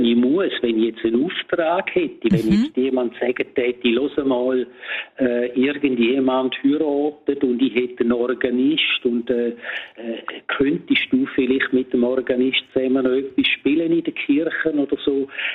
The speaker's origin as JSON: {"language": "German", "town": "Domat/Ems", "region": "Graubünden", "country": "Switzerland", "tie": "born or raised there"}